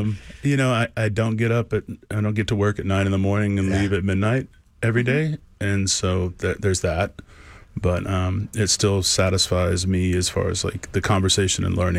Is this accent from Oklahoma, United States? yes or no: yes; Tulsa, Oklahoma, United States; I grew up in Tulsa and was at Tulsa Junior College